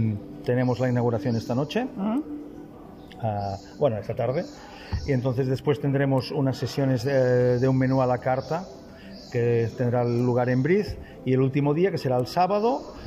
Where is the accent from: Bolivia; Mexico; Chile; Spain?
Spain; Barcelona, Catalonia; Bueno, yo soy un chef de Barcelona que me dedico a promocionar la gastronomía española por todo el mundo.